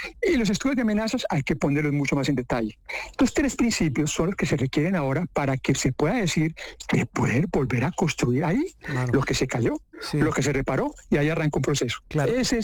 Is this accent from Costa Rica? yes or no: no; Armenia, Quindío, Colombia; Yo acabo de llegar de mi tierra, yo soy de Armenia.